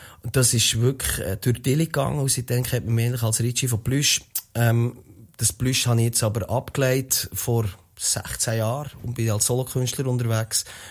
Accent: Interlaken, Bern, Switzerland; Hey, nein, ich komme von Interlaken. Interlaken ist zwischen Thuner und Brienzersee den meisten Leuten als riesen Touristenort bekannt. Aber wenn man dort aufgewac

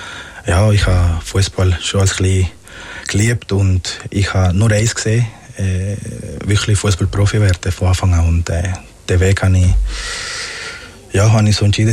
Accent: Magdalena, Colombia; now in Switzerland; Ich bin auch ganz am Strand mit meinen Grosseltern aufgewachsen. In Parque Tayrona heisst es.

